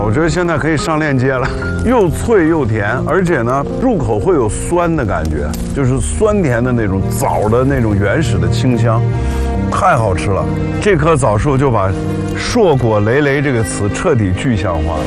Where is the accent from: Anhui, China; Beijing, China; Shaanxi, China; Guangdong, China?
Shaanxi, China; 我跟你是邻居，我是陕西人。